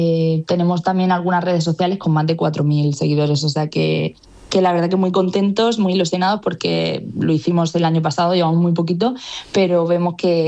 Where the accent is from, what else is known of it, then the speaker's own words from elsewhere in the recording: Region of Murcia, Spain; now in Miami, United States; nosotros venimos de Murcia, que al fin y al cabo también tiene ese clima tan fantástico y buscábamos un poco el refugio del calor